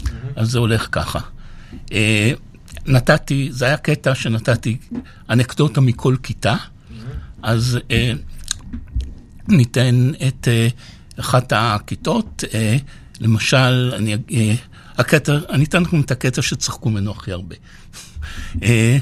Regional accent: Haifa, Haifa District, Israel; born there; also born or lived in Ramat Gan; אני יליד ותושב חיפה, חזרתי אל חיפה אחרי שנים שלא הייתי שם, אפילו הייתי תקופה מסוימת פה ברמת גן בגלות

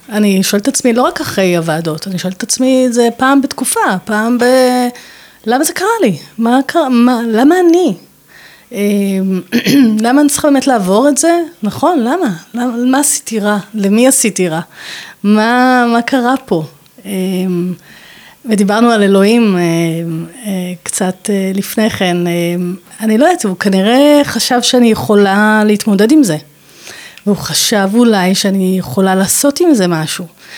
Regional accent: Hadera, Haifa District, Israel; אני באתי מחדרה. זו עיר קטנה, מאוד, מאוד לא מפותחת. קטנה, נחמדה, באמת, באתי מבית צנוע מאוד.

